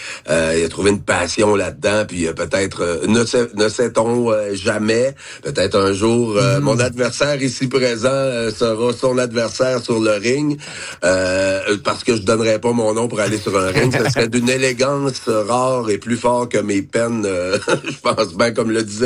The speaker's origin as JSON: {"language": "French", "town": "Saint-Georges", "region": "Quebec", "country": "Canada", "tie": "born or raised there", "moved": "yes", "said": "j'ai grandi à Saint-Georges et j'y retourne aux deux minutes à chaque fois que j'ai une occasion."}